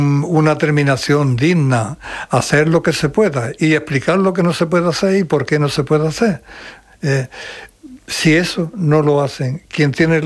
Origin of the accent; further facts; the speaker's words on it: Córdoba, Andalusia, Spain; Yo como cordobés de toda mi vida, he desarrollado toda mi vida trabajando en Córdoba